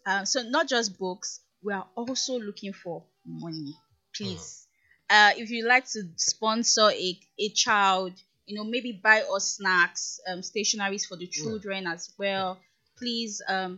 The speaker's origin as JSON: {"language": "English", "region": "Lagos", "country": "Nigeria", "tie": "born or raised there", "also_born_or_lived": "Ebonyi", "said": "because I grew up in Ajigule."}